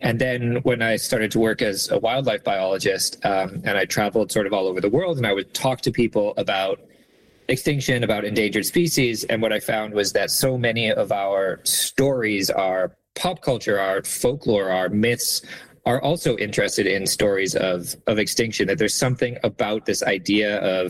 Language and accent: English; Calgary, Alberta, Canada; I grew up in Calgary, and I spent a lot of time in Drumheller trying to find dinosaur fossils.